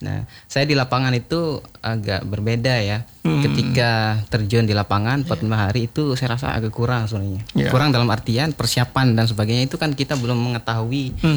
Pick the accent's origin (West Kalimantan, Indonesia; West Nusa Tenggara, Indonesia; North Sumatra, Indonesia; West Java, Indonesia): West Nusa Tenggara, Indonesia; Kebetulan kades saya di Desa Selubung Madani